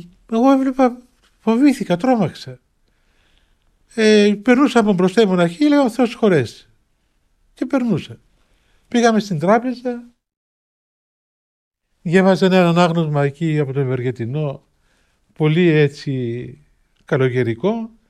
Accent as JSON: {"language": "Greek", "country": "Cyprus", "said": "μου είπε παιδάκι μου καλό, από πού είσαι, λέω από την Κύπρο γέροντα."}